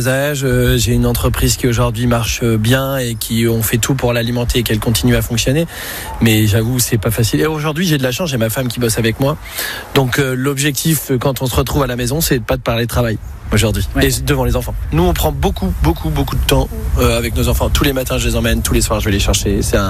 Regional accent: Nouvelle-Aquitaine, France; born there

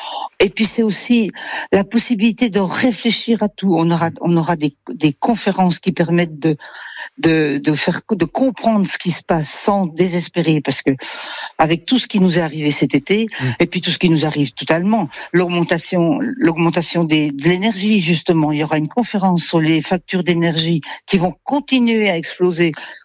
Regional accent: Montbéliard, Bourgogne-Franche-Comté, France; j'ai vécu longtemps mon enfance à Montbéliard avec un papa Peugeot.

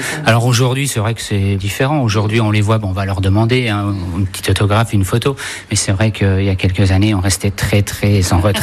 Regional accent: Lunéville, Grand Est, France; born there; Voilà, tout à fait. Oui, je suis né à Lunéville, donc voilà.

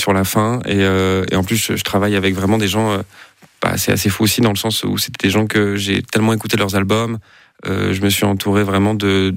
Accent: Alpe d'Huez, Auvergne-Rhône-Alpes, France; Et Musilac, et en plus, moi, je suis donc de l'Alpe d'Huez, donc ma mère habite pas très loin d'Aix-les-Bains, où se passe le festival.

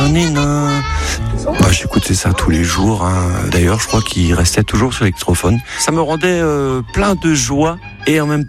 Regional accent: Saint-Nicolas-du-Pélem, Brittany, France; now in Vannes, France; Alors, moi j'habite à Vannes, je viens du centre-Bretagne, du Saint-Nicolas-du-Pélen.

